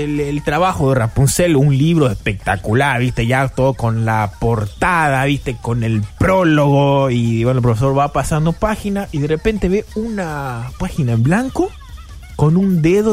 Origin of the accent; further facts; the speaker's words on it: Paraguay; also born or lived in Brazil; Yo soy paraguayo.